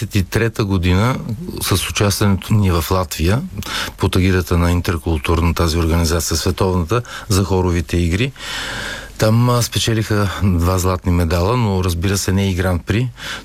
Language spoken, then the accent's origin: Bulgarian; Gorna Oryahovitsa, Veliko Tarnovo Province, Bulgaria; тъй като съм от Горна Оряховица, веднага след музикалното училище аз бях и корепетитор там